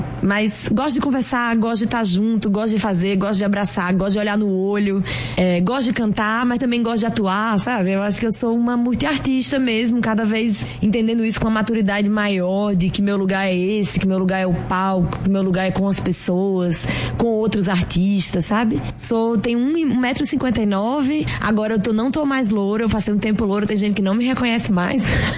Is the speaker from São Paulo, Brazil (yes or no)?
no; Natal, Rio Grande do Norte, Brazil; moved away; Bom, gente, eu sou do Rio Grande do Norte, mais especificamente de Natal. Saí de Natal há alguns anos pra morar no Sudeste e fazer minha carreira de cantora e artista.